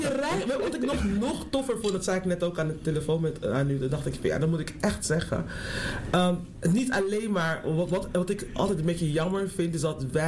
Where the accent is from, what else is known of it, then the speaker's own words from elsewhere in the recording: Amsterdam, North Holland, Netherlands; Ik kom zelf uit Amsterdam-Oost.